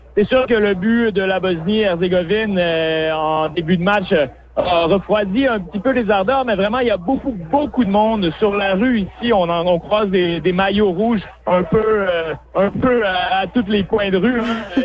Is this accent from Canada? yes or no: yes; Canada; c'est sûr que la majorité des gens sont super contents de voir la Coupe du monde ici à Toronto, en tant que Canadien.